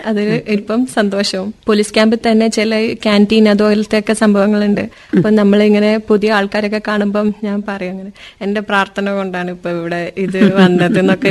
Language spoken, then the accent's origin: Malayalam; Kannur, Kerala, India; ഞാൻ കണ്ണൂരാണ് ജനിച്ചു വളർന്നത്.